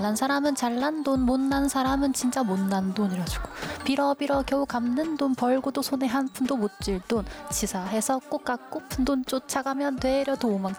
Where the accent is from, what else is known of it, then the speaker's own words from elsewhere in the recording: South Korea; 지금 제가 한국인이니까 제 안에 있는 음악 같아요.